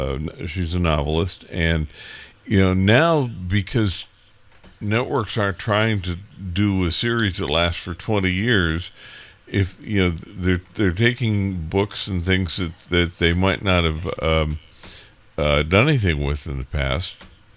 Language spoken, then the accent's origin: English; California, United States; now in Boise, Idaho, United States; growing up on the Central California coast.